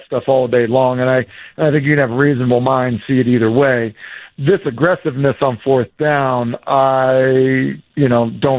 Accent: New England, United States; moved away as an adult; now in Tennessee, United States; growing up in New England

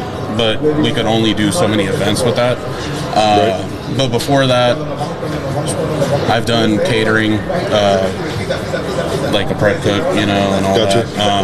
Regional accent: Los Angeles, California, United States; moved away as an adult; I'm from, like everyone else, I'm from Los Angeles. I moved out here in 2019.

